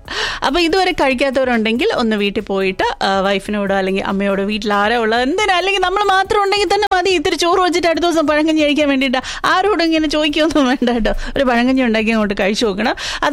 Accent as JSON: {"language": "Malayalam", "town": "Thiruvananthapuram", "region": "Kerala", "country": "India", "moved": "yes", "said": "ഞങ്ങൾ തിരുവനന്തപുരത്തുകാരി പഴിഞ്ഞി എന്നാണ് പറയുന്നത് കേട്ടോ."}